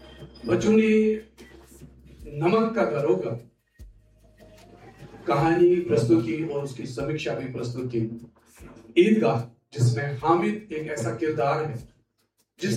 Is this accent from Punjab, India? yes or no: no; Jammu and Kashmir, India; now in Ambala, India; मैं मूलतः कश्मीर से हूं और 36 वर्ष पहले अंबाला की इस कर्मभूमि पर आया था जब हमने सब कुछ पीछे छोड़ सब कुछ खोके एक नए संस्कृति में एक नए आबोहवा में हमने अपनी जिंदगी शुरू की।